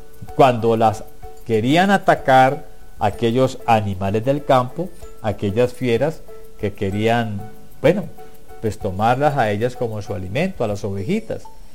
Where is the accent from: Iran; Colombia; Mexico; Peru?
Colombia; en mi tierra, en Colombia